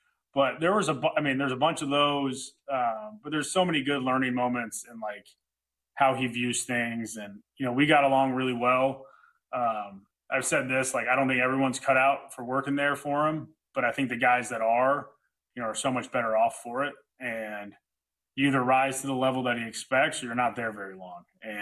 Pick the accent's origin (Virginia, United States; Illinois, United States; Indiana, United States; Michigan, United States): Illinois, United States; Lake Bluff; I'm from Lake Bluff. I went to Lake Forest High School, but I'm technically from Lake Bluff.